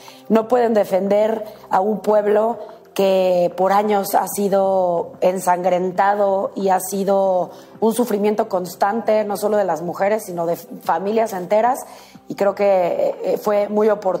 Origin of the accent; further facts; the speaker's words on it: Mexico; Son 11 mujeres asesinadas todos los días en mi país.